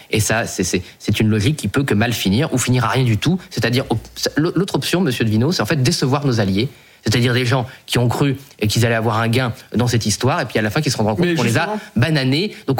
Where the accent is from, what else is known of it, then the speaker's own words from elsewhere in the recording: France; J'avais dit je suis français.